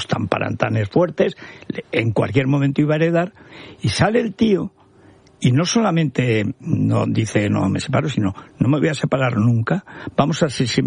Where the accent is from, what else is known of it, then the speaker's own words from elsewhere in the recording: Aragon, Spain; Y yo, que eso, no soy nada noruego, porque en Teruel somos pocos noruegos.